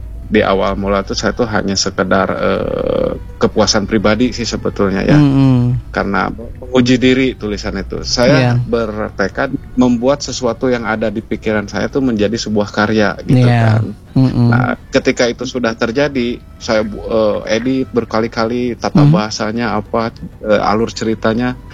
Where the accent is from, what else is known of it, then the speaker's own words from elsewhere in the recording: Sumedang, West Java, Indonesia; Saya kan orang Sumedang Kang ya. Jadi rasa kangen saya itu dibuat dalam sebuah carpon.